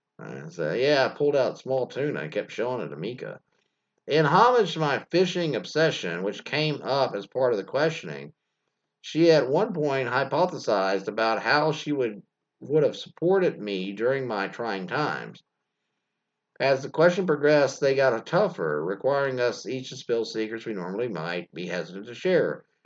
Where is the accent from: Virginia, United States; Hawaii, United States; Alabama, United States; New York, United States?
Hawaii, United States; born there; I was born in Hawaii to a Chinese-American mom and a Caucasian dad.